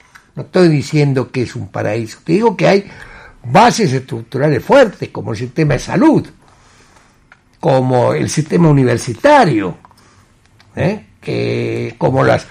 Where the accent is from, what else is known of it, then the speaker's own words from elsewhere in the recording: Sunchales, Santa Fe, Argentina; moved away as an adult; also born or lived in Maciá, Entre Ríos; now in Santa Fe, Argentina; no nací en París. Nací en Maciá, como me acaba de recordar a alguien, me crié en Sunchal y desde mi adolescencia, a los 18 años, vivo en Santa Fe.